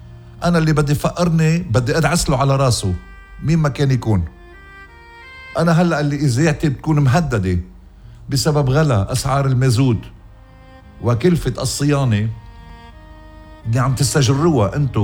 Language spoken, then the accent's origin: Arabic; Lebanon; وطننا لبنان